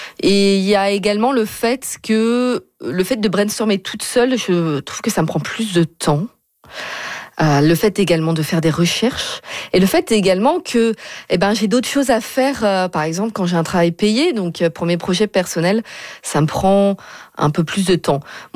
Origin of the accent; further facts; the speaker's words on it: France; en tout cas, moi, je viens de France. En France, il y a peut-être plus, on dit toujours, il y a le côté organique d'écrire un film.